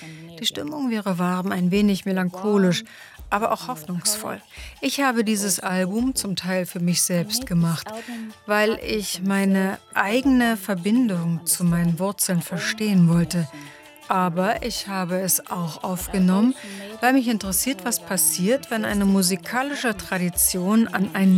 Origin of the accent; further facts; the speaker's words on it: Denmark; ich bin in Dänemark aufgewachsen.